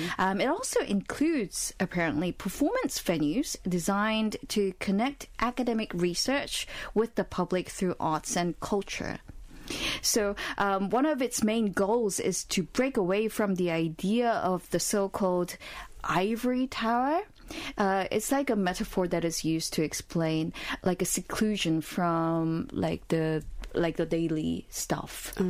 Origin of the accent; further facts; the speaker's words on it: South Korea; One of the most frequent questions we would receive when we say we're from Korea, they would always ask from North or South.